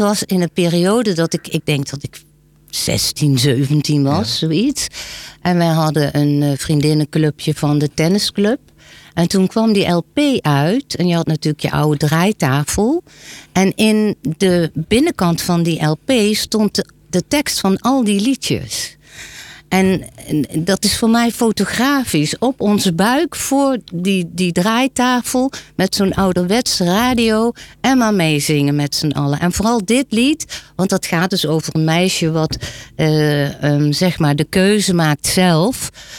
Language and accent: Dutch; Weert, Limburg, Netherlands; moved away as an adult; now in Bunschoten-Spakenburg, Netherlands; Ik kwam uit Weert, redelijke stad.